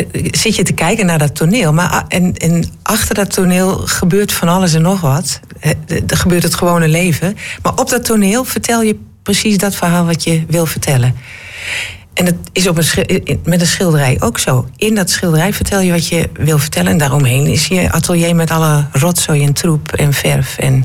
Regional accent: Almelo, Overijssel, Netherlands; moved away as an adult; also born or lived in Groningen; Toen ik in Groningen woonde, ging ik nog heel vaak naar huis, naar Almelo.

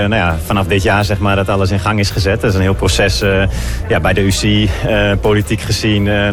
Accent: Groningen, Netherlands; Ik als Noordeling, als Groninger. Ik heb natuurlijk leren fietsen op de wegen van Groningen en Drenthe.

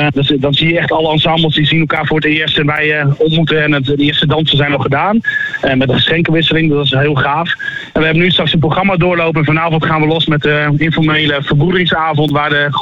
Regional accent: Netherlands

